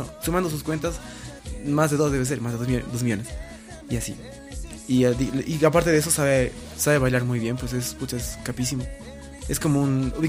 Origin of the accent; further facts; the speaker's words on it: Oruro, Bolivia; moved away; also born or lived in La Paz / Cochabamba / Santa Cruz; yo por ejemplo soy de Oruro, pero tuve que vivir en La Paz, en Cochabamba, en Santa Cruz para cumplir mis sueños.